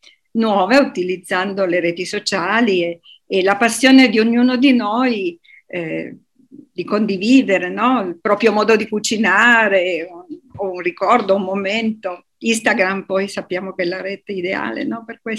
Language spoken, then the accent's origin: Italian; Turin, Piedmont, Italy; Io sono di Torino